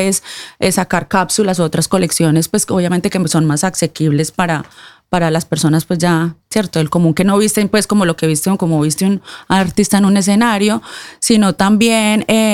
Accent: Colombia; el Congreso de la República también me dio un galardón de Colombia como colombiana estrella

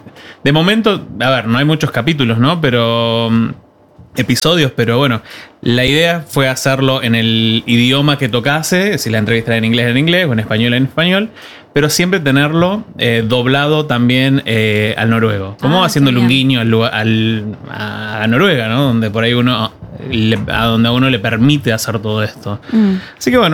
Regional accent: Tierra del Fuego, Argentina; also born or lived in Tucumán / Rosario / Spain; Y bueno, y yo soy argentina, claramente.

